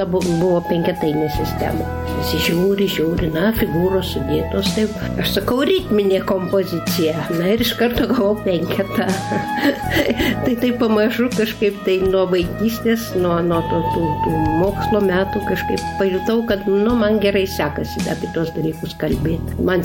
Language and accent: Lithuanian; Vilnius, Vilnius County, Lithuania; moved away as an adult; also born or lived in Utena; aš esu vilnietė ir Vilniuje ir mokyklą baigiau Salomėjos Nėries ir vėliau mokinausi dailės institutą, Vilniaus dailės institutę